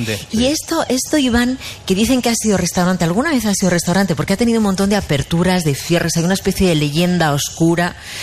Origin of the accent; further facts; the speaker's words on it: Madrid, Community of Madrid, Spain; born there; Casi nadie, incluso los que somos nacidos en Madrid, sí, que hemos pasado poco. Mil veces por aquí